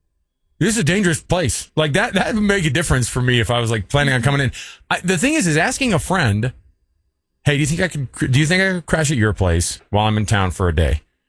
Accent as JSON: {"language": "English", "region": "New York", "country": "United States", "said": "Like I need to try to be cool and different and mean because I'm a New Yorker."}